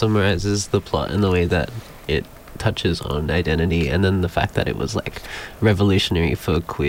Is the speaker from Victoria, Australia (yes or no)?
no; Sunshine Coast, Queensland, Australia; Like where I grew up on the Sunshine Coast